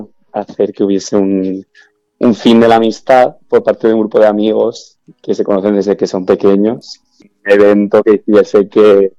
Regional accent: Navarre, Spain; Nunca se dice dónde es, pero bueno, yo soy de Navarra

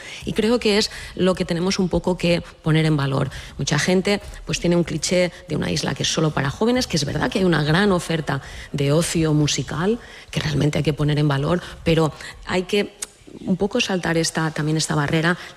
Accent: Ibiza, Balearic Islands, Spain

